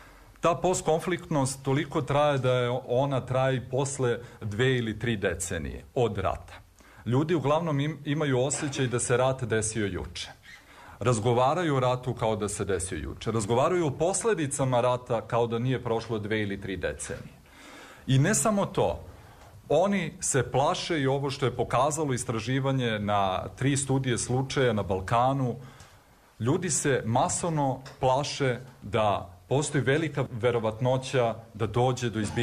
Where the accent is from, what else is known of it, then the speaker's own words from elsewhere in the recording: Pristina, Kosovo; born there; moved away; da sam rođen u Prištini, na Kosovu, da nažalost ne živim više na Kosovu, tu su još uvek moji roditelji